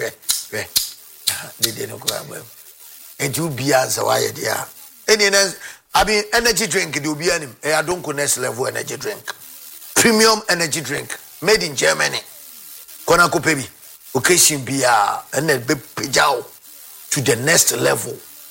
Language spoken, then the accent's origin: English; Ghana; Do you think, sir, as a Ghanaian, I will follow the blasters of Ghana?